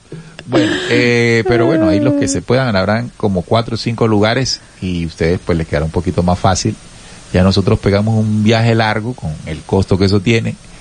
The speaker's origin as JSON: {"language": "Spanish", "country": "Venezuela", "said": "Yo estuve allá hace tiempo en Guadalajara, entre otros estados. Yo soy de Venezuela."}